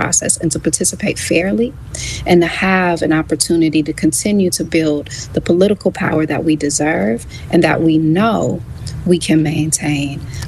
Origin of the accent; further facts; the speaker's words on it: Jackson, Mississippi, United States; You know, I'm a Mississippian. I'm from Mississippi. I live in Mississippi. Jackson is my home.